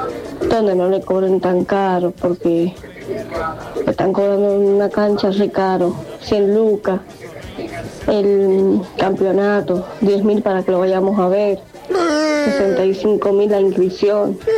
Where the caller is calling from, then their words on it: Argentina; somos de Bermejo.